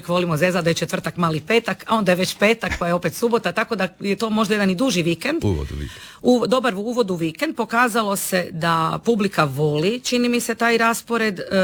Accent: Pula, Istria County, Croatia; Ja sam odrasla u Puli uz pulski vatromet

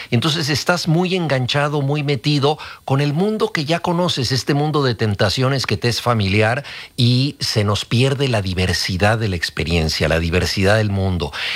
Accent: Mexico; lo digo como mexicano

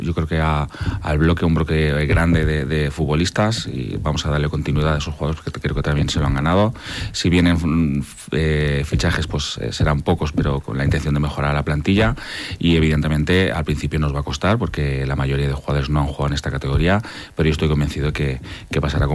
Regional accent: Gandia, Valencian Community, Spain; yo que soy de Gandía, que he jugado más de 10 años en el Club de Fútbol Gandía

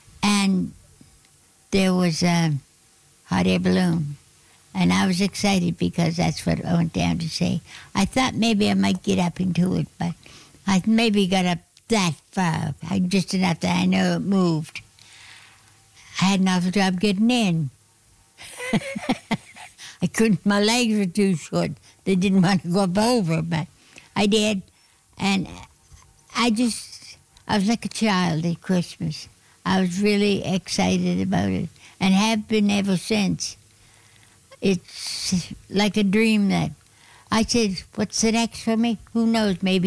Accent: Lake Pleasant, Nova Scotia, Canada; also born or lived in Springfield; I was born in Springfield, Nova Scotia, but lived in a little country home in Lake Pleasant, right off Springfield.

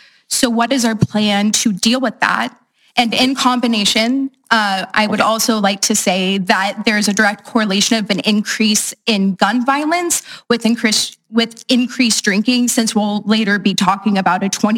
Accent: Ireland; Sir, I'm Irish.

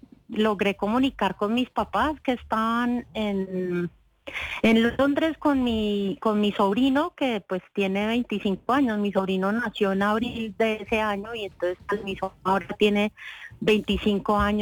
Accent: Colombia; moved away as an adult; yo soy de Colombia

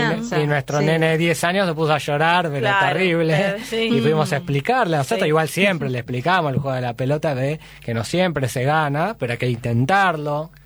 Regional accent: Argentina

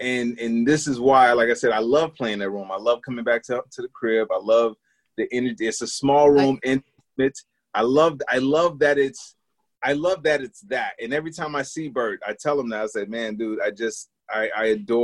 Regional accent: Chicago, Illinois, United States; when they find out I'm from Chicago, they'll be like, oh, what do you think about the Sox and the Cubs?

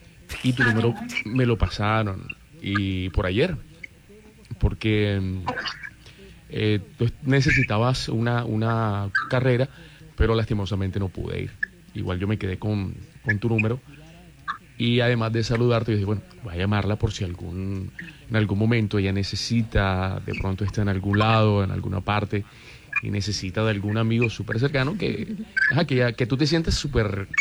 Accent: Barranquilla, Atlántico, Colombia; soy de aquí de Barranquilla.

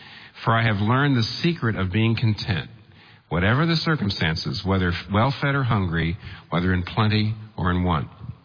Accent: Pennsylvania, United States; I'm from Pennsylvania.

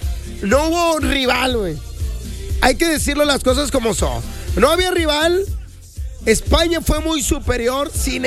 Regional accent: San Nicolás de los Garza, Nuevo León, Mexico; porque yo soy de San Nicolás por Diego Díaz de Berlanga, entonces yo iba a Las Puentes.

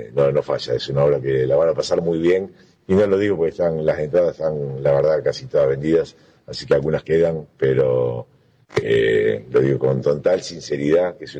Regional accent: Rosario, Santa Fe, Argentina; moved away as an adult; Y es mi ciudad natal, viví mis primeros 17 años de vida, después, bueno, vine con una frecuencia alta, con alta frecuencia vine, pues estaba mi madre y mi padre acá

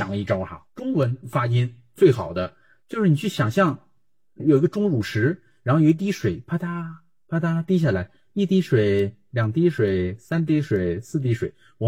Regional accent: China

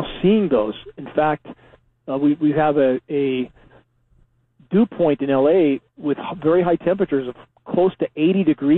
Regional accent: California, United States; moved away as an adult; now in Northern California, United States; wanted to get out of Southern California smog where I grew up, finally got to Northern California, wilderness location, east side of Lake Shasta

